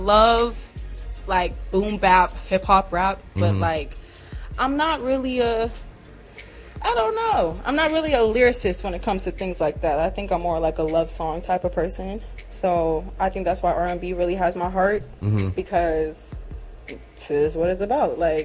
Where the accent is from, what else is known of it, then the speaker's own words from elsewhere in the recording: Liberty, Missouri, United States; also born or lived in Kansas City; I'm from Liberty, Missouri. Hey, shout out L-Town.